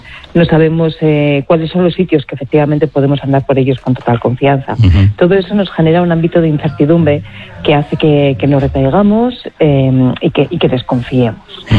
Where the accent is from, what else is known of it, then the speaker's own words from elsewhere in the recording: Aragon, Spain; fíjate, yo soy aragonesa, en el Pirineo muchos valles fueron anegados